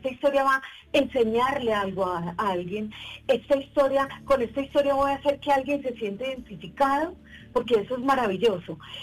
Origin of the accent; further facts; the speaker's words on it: Titiribí, Antioquia, Colombia; moved away; yo soy de Titiribí, de un pueblito apartado donde el viento llega y se devuelve porque no hay nada que hacer.